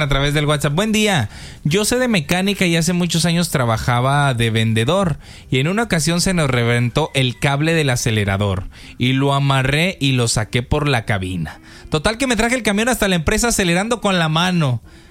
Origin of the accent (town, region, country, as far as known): Mexico